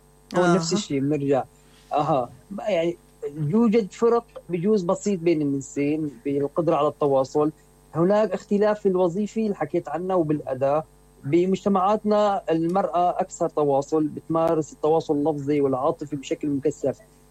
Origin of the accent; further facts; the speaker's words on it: Syria; بتركيبتنا نحن كمجتمع سوري متعودين على حياة العائلة